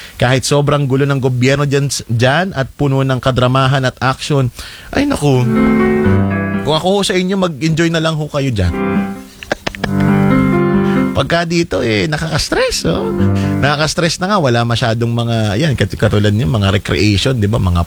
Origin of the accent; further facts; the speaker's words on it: Lopez, Calabarzon, Philippines; moved away as an adult; now in Manila, Philippines; proud ako na doon ako galing kasi hindi, alam ko din pag ibibida ko doon sa inyo, doon sa amin sa Lopez Quezon.